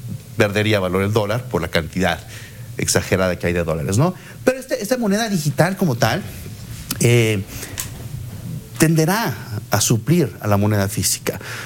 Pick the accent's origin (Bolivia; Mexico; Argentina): Mexico; De los países más altos que tenemos smartphones somos los mexicanos.